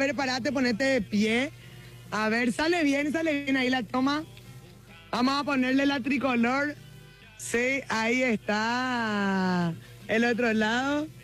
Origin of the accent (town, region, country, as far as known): Paraguay